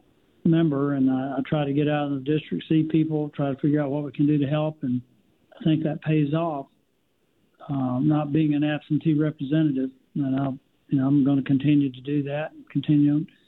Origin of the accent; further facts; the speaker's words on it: Hackleburg, Alabama, United States; I grew up in Hackleburg, Alabama, so I understand this rural healthcare issue pretty well